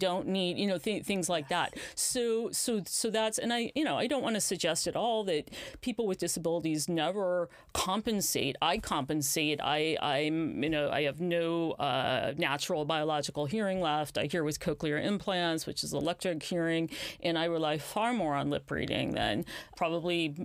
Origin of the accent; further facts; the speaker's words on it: Oregon, United States; I grew up in Southern Oregon.